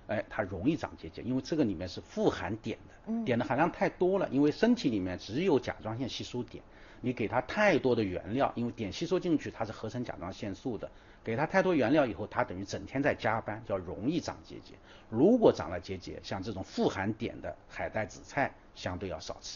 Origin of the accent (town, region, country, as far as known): China